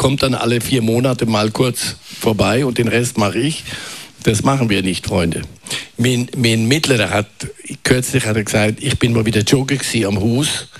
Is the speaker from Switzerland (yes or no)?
yes; Switzerland; Ja, ich bin Schweizer, aber weißt, keine Kulturaneignung.